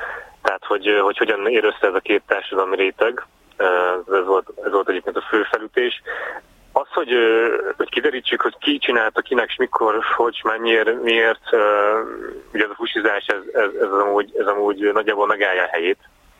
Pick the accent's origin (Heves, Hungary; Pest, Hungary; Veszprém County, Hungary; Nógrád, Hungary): Veszprém County, Hungary; Balatonakali; Hát én Balatonakaliban nőttem föl